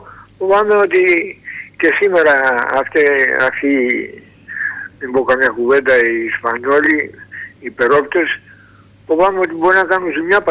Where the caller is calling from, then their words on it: Greece; Ελληνορωμιός είμαι κύριε Κώστα.